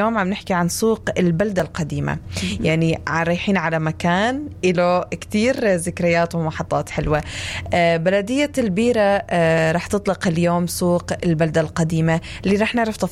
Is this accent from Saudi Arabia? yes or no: no; Palestine; خاصة عنا بفلسطين